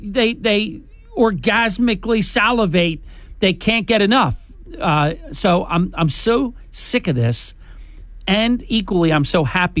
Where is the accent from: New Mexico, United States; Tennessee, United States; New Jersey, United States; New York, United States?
New Jersey, United States; Atlantic City; also born or lived in Ventnor; I was born in Atlantic City, went to early grade school in Atlantic City